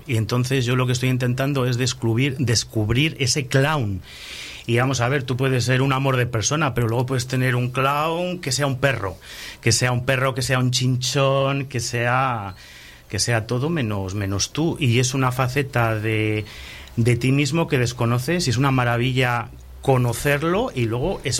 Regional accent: Valladolid, Castile and León, Spain; Pues mira … vengo de Valladolid, soy técnico de anatomía patológica

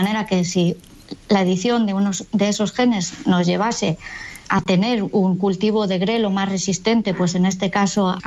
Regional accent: Galicia, Spain; Bueno, pues porque yo soy gallega

